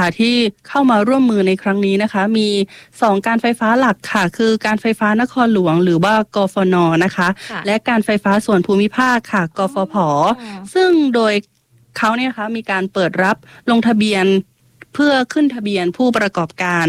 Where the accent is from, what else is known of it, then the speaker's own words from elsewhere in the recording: Satun, Thailand; มาจากจังหวัดสตูลค่ะทางใต้